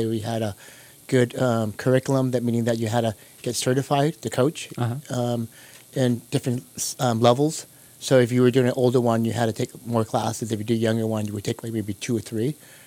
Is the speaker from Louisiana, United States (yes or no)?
no; San Francisco, California, United States; Yeah, I grew up in San Francisco, and I had a Colombian friend who were best friends growing up